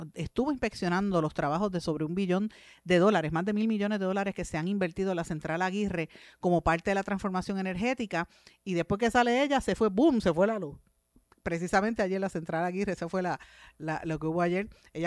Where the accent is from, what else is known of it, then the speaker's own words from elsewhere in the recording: Guaynabo, Puerto Rico; Yo soy de Guaynabo, pero de Guaynabo, donde están una iglesia que en su mayoría son estadounidenses, que son casas de cemento, que estaban bien